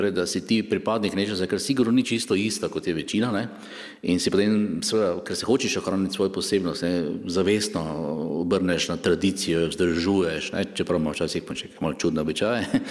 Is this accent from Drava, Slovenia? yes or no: yes; Maribor, Drava, Slovenia; born there; Jaz sem recimo po očetovi strani iz Prekmure, po mojni strani iz Prlekije, rojen sem v Mariboru, ne? Sem Slovenec, ne moram se čuti drugače.